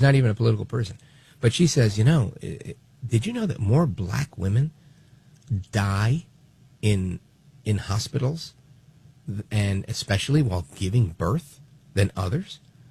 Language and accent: English; Brooklyn, New York, United States; born there; My parents are from Puerto Rico. I was born in Brooklyn, but we one big, happy Puerto Rican family